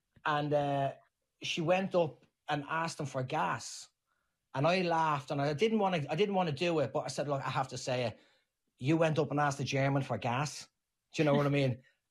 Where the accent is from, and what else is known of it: Scotland, United Kingdom; accent: Scottish